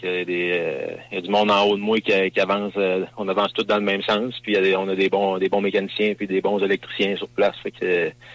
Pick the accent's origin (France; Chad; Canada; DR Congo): Canada; Rivière-Bleue, Quebec; je viens de Rivière-Bleue, puis mon père, il avait une scierie.